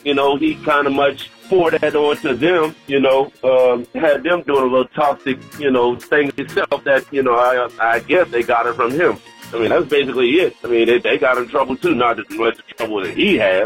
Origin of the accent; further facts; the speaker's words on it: Charlotte, North Carolina, United States; By the way … from Charlotte, North Carolina